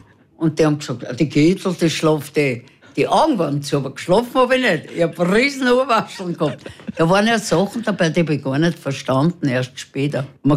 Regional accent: Vienna, Austria; dazu musst geboren werden mit einer jüdischen Mama im zweiten Bezirk und aufgewachsen sein bei Waren aller Art.

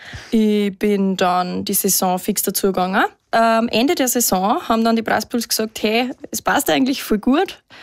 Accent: Rainbach im Innkreis, Upper Austria, Austria; accent: Schärding district dialect; moved away as an adult; now in Linz, Austria; Ich komme eigentlich aus Rheinbach im Innkreis, gehört schon zum Sauwald dazu, ist ein Randgebiet. Und ja, bin dort aufgewachsen, bin dann mit 18 für mein Musikstudium nach Linz gezogen, wohne seitdem in Linz, aber mein Herz ist immer noch so zu einem sehr großen Teil in Schärding daheim.

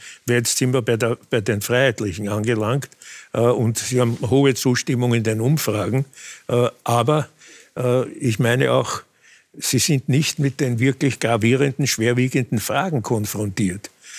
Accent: Vienna, Austria; Ich bin nicht in Hernals geboren, sondern meinem Familiennamen entsprechend in Favoriten. Und wir sind aber dann, die Familie, eben nach Hernals übersiedelt.

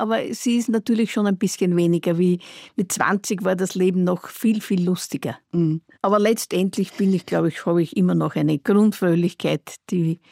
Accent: Vienna, Austria; Ich bin ein Gewächs in Floridsdorf aufgewachsen, aus der unteren Schicht kommend.

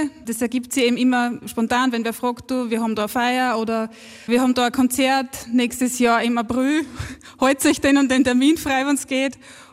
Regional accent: Spital am Semmering, Styria, Austria; moved away; also born or lived in Graz; Ja, wir sind erst vor zwei Jahren wieder in meine alte Heimat nach Spital zurückgezogen und waren vorher auch in Graz.

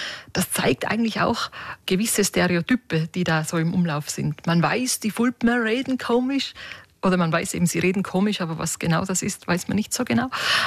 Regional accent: Ischgl, Tyrol, Austria; Ich komme aus dem Bad Znauntal, aus Ischgl ganz genau.

